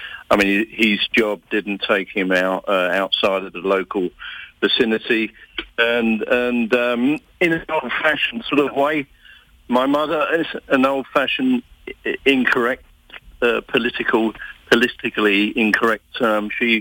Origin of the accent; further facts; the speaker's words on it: Elsfield, London, United Kingdom; Growing up in Elsfield, London, back in the 50s, I was sort of exposed to music, you know, from the Great American Songbook at that time, obviously.